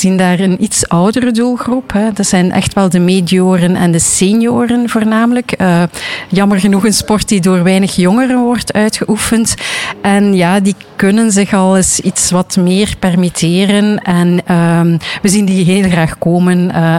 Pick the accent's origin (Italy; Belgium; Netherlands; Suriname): Belgium; Ostend, West Flanders; ik ben een echte Oostendenaar en ik hou ontzettend van mijn stad.